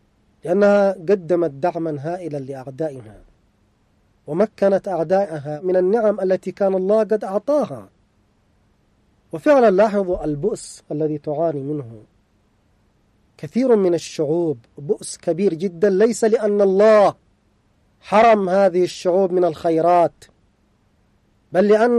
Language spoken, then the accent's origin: Arabic; Yemen; مثل ما هو الحال عندنا في اليمن.